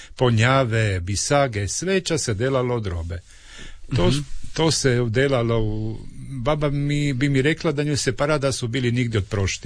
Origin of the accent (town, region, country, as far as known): Medulin, Istria County, Croatia